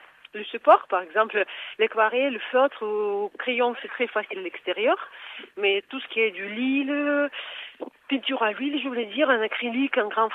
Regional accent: Samara, Samara Oblast, Russia; Mais déjà, j'ai profité bien sûr de présenter ma ville natale, Samara. C'est une grande ville en Russie, mais très peu connue

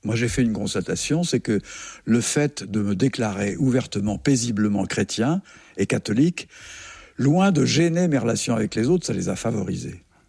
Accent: Algeria; born there; Je suis né en 1944 en Algérie d'un père charentais.

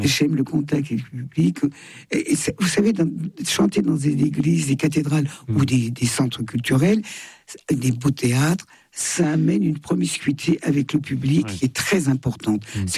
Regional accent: Thonon-les-Bains, Auvergne-Rhône-Alpes, France; Je vais être à Thonon-les-Bains, ma ville natale.

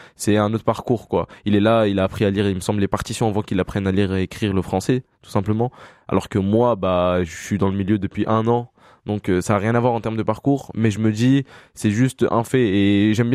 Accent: Échirolles, Auvergne-Rhône-Alpes, France; quand je dis que je viens des Chirolles, les gens, ils ouvrent grand les yeux et tout. C'est vrai que c'est étonnant aussi de venir de la banlieue

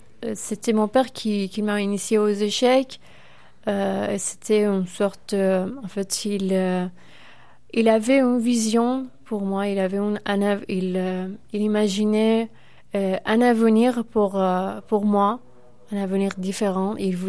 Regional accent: Iran; French is a second language

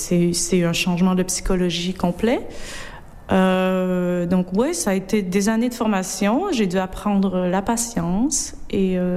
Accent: Quebec, Canada; moved away; comme on vient des régions un peu pauvres là, de la province

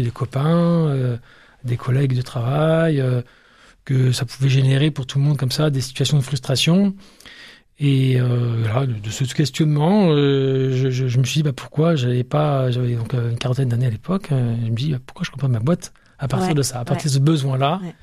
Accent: Aix-en-Provence, Provence-Alpes-Côte d'Azur, France; born or raised there; also born or lived in Lille; now in Niort, France

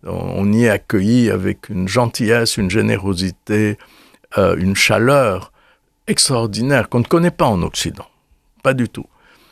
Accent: Istanbul, Turkey; moved away; le souvenir que je garde de mon enfance à Istanbul, c'est magique.

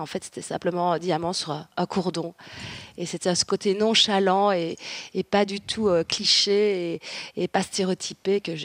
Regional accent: Belgium; Malheureusement, on est belge, donc l'été est court chez nous.

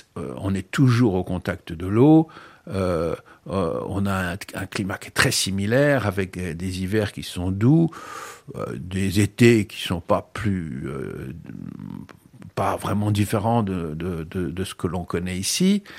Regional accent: Corsica, France; moved away; Et si j'ai quitté la Corse, c'est quand même pour cette raison.

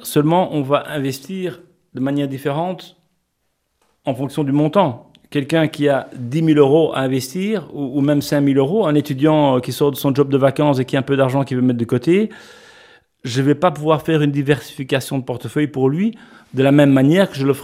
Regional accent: Antwerp, Flanders, Belgium; moved away as an adult; also born or lived in Luxembourg; je me sentais plus obligé de rester à Anvers, puisque je suis originaire d'Anvers

